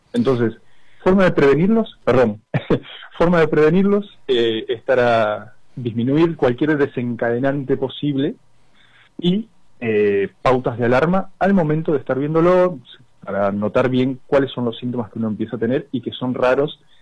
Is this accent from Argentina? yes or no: yes; Argentina; vamos a vivirlo como argentinos que somos.